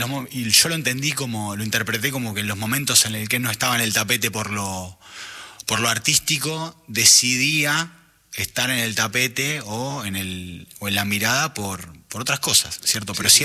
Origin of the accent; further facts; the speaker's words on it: Buenos Aires, Argentina; No, yo no soy. Yo viví toda mi vida en el barrio del Abasto, pero laburé mucho tiempo.